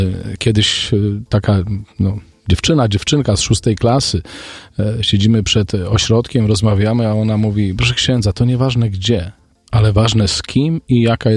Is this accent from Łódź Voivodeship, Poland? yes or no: yes; Lubochnia, Łódź Voivodeship, Poland; pochodzę z niewielkiej wiejskiej parafii z Lubochni koło Tomasza Mazowieckiego